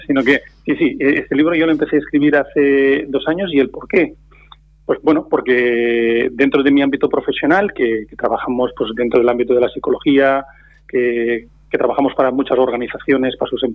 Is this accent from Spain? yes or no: yes; Tarragona, Catalonia, Spain; yo soy de Tarragona y tampoco no puedo ir a ver a mis padres